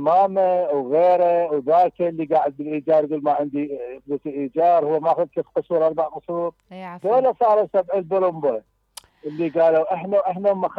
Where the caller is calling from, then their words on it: Karbala, Karbala Governorate, Iraq; من كربلاء